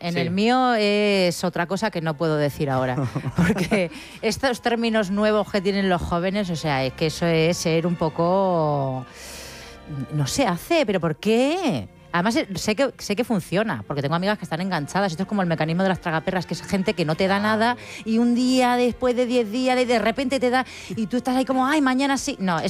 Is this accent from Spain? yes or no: yes; Bilbao, Basque Country, Spain; yo soy de Bilbao de Centro, yo no me ilusiono con nada.